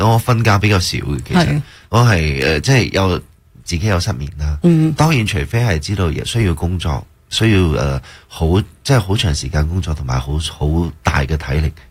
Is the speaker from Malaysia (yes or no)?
yes; Malaysia; 连我自己身为一个马来西亚人，